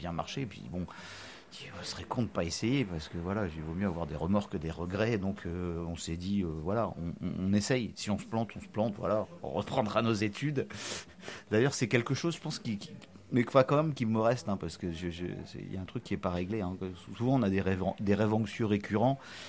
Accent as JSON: {"language": "French", "town": "Brest", "region": "Brittany", "country": "France", "tie": "born or raised there", "also_born_or_lived": "Quimper", "said": "Ouais, bah, je suis né à Brest, ouais, j'ai passé mon enfance à Brest, après j'ai un peu bougé, voilà, plus Gastel, Quimper, puis je suis revenu à Brest pour mes études"}